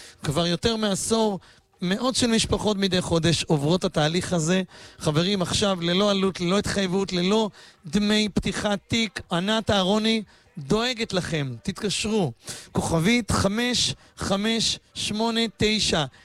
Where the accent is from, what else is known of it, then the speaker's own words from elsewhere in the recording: Bat Yam, Tel Aviv District, Israel; גם אני גדלתי בבת ים, ועד היום משפחה שלי בבת ים